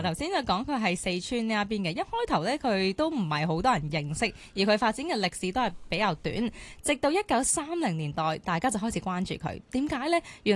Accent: Guangdong, China; 我哋广东人啊会将佢用嚟煲药或者煲汤嘅

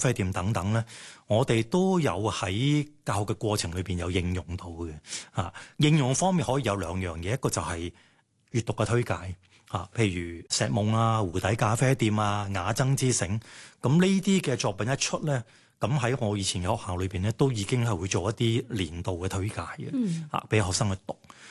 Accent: Hong Kong; 我們香港那種生活氣息和氣味

